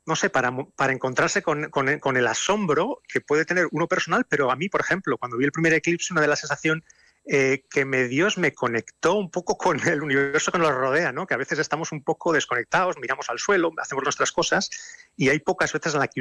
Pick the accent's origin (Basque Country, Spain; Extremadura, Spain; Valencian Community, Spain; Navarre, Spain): Navarre, Spain; Pamplona